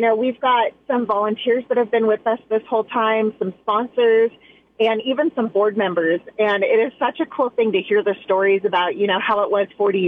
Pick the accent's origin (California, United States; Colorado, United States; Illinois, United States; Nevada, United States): Nevada, United States; Reno; growing up in Reno, this was such a part of my life growing up, and it was such a part of my community.